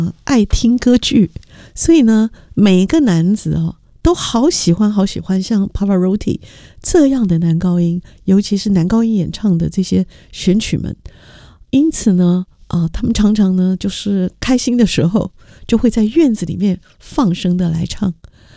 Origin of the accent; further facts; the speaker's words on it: Wufeng, Taichung, Taiwan; 我自己小的时候在雾峰的这个乡村里面